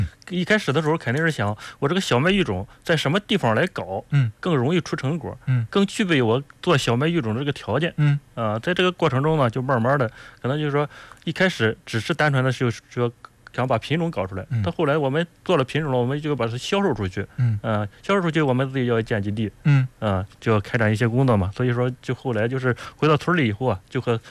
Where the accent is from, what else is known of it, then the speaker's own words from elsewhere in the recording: Shandong, China; moved away as an adult; 正好我做小麦育种呢也正好能和家乡这土地资源能结合起来，所以在这种契机下就回到了家乡。